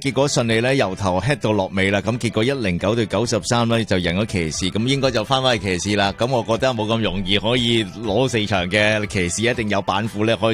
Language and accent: Cantonese; Toronto, Ontario, Canada; now in Toronto, Canada; 你又话之前有啲加拿大人啊，我哋多伦多人唔中意 Montreal 咁，但系都要支持加拿大队